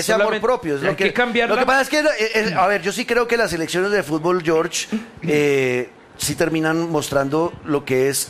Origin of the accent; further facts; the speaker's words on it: Colombia; Nos sentamos orgullosos de ser colombianos.